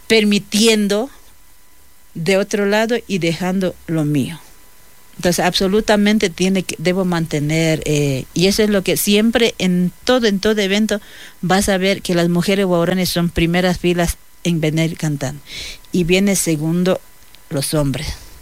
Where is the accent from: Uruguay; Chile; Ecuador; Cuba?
Ecuador; Amazon; mi pueblo huaurani